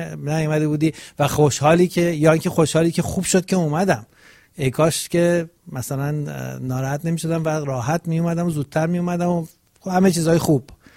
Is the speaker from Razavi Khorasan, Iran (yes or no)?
no; Gilan, Iran; accent: Rashti; من بلدم درسته، یعنی من میگم شبیه رشتی لهجم.